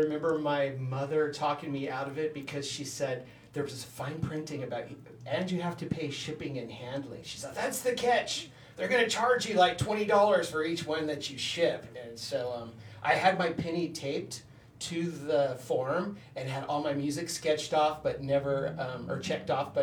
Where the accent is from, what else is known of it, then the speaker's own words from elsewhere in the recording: Bakersfield, California, United States; I grew up in the Central Valley in Bakersfield.